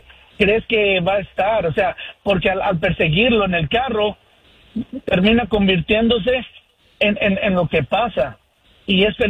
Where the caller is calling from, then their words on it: Sacramento, California, United States; aquí del área de Sacramento, California.